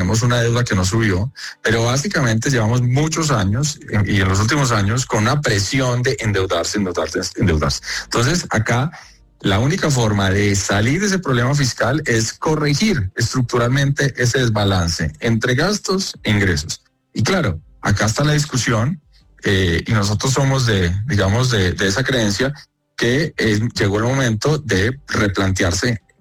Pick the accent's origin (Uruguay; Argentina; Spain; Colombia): Colombia; Y la realidad es que nosotros como país, como colombianos, necesitamos poner en orden las finanzas públicas